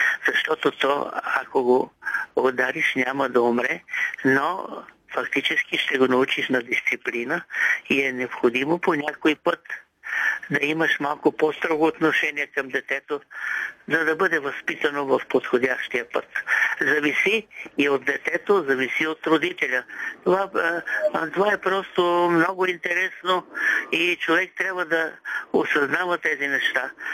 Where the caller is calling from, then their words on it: Vratsa, Vratsa Province, Bulgaria; от Враца.